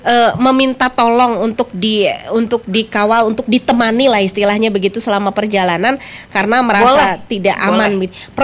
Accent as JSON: {"language": "Indonesian", "town": "Bandung", "region": "West Java", "country": "Indonesia", "said": "saya dari Bandung Selatan sana di 12 derajat itu berangkat subuh luar biasa ya."}